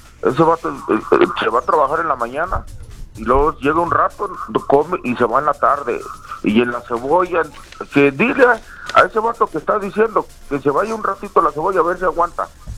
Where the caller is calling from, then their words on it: Fresnillo, Zacatecas, Mexico; Yo vivo aquí en San Carlos, en Fresnillo